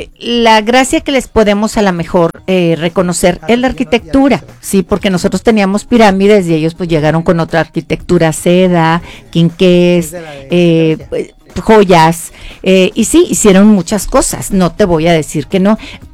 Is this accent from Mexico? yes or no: yes; Mexico; Mi abuela italiana y yo qué soy, más mexicana.